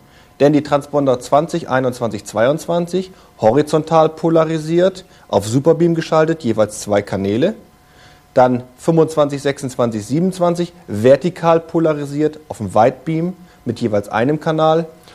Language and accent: German; Delmenhorst, Lower Saxony, Germany; Ich grüße Delmenhorst, meine alte Heimatstadt. Moin, moin.